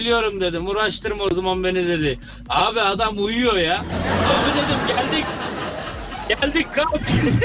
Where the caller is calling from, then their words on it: Berlin, Germany; Alo. Merhabalar. … Berlin'den.